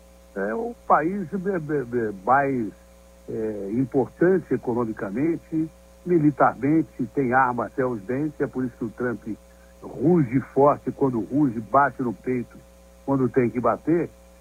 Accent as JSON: {"language": "Portuguese", "town": "Ribeirão Preto", "region": "São Paulo", "country": "Brazil", "said": "O Alckmin é um cara do interior, tranquilo, caipirão que nem eu, ele é de Pinda, eu sou de Ribeirão Preto, né?"}